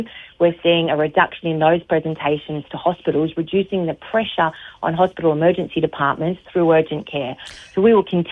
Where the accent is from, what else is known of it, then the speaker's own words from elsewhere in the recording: Central Coast, New South Wales, Australia; I come from the Central Coast in New South Wales